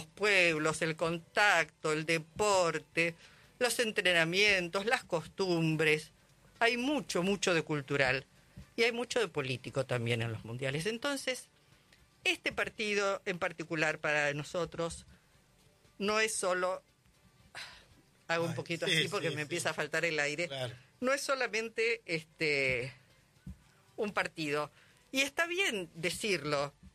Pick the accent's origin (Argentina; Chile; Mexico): Argentina; Somos raros, sí. Es cierto lo que decís, son las contradicciones propias, pero y aún con esas contradicciones yo creo que estamos atravesados por toda esa historia.